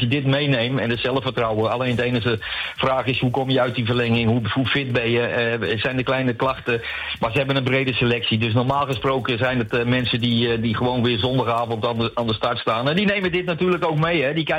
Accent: Netherlands; En dan ben je heel blij als Nederlander

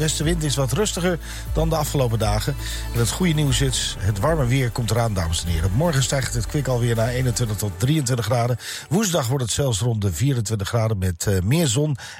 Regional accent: Rijssen, Overijssel, Netherlands; born there; now in Enter, Netherlands; Nou, ik woon dus in Enter. Ik ben geboren in Rijssel

